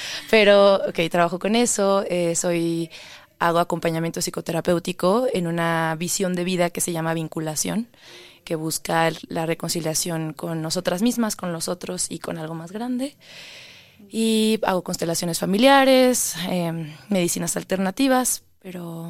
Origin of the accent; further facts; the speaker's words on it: Oaxaca, Mexico; soy oaxaqueña también, hablábamos que somos oaxaqueñas